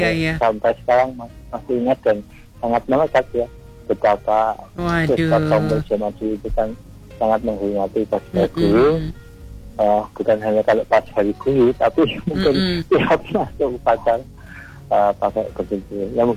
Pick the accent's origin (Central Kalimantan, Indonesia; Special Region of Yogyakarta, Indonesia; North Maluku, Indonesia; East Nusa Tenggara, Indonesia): Special Region of Yogyakarta, Indonesia; Yogyakarta; dulu juga ada pakai pakaian khas dari saya dari Jogja